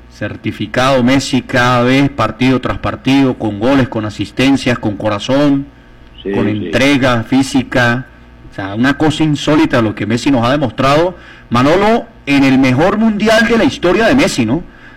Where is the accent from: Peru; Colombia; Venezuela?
Venezuela; Para nosotros como venezolanos.